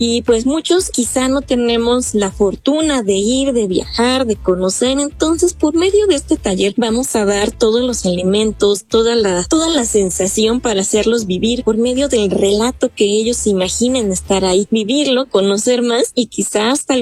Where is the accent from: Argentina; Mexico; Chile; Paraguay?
Mexico; Entonces yo creo que todos estos elementos conforman nuestra identidad como mexicanos, sentimos nuestro orgullo de serlo